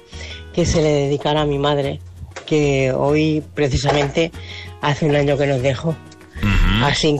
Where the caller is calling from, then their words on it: Barcelona, Catalonia, Spain; de Barcelona.